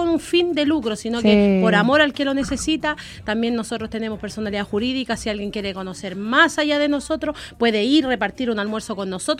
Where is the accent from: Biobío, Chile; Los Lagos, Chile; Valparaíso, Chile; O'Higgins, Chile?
O'Higgins, Chile; Pichidegua; Yo vengo de Pichidegua.